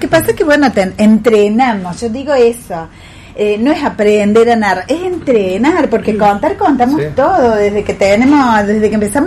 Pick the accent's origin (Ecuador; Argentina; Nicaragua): Argentina; Córdoba; accent: cordobés; Apenas hablo, Córdoba es así, tal cual.